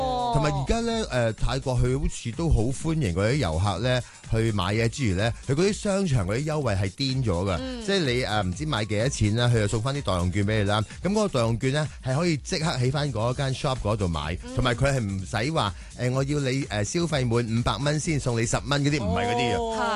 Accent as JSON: {"language": "Cantonese", "country": "Hong Kong"}